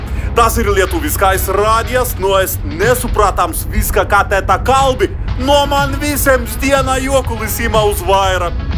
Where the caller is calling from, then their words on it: Bauska, Bauska Municipality, Latvia; Lithuanian is a second language; esu iš Bauskės miestą.